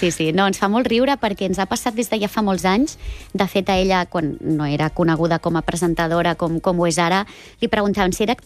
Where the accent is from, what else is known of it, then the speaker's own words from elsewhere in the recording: Badalona, Catalonia, Spain; Soc del centre de Badalona, sí.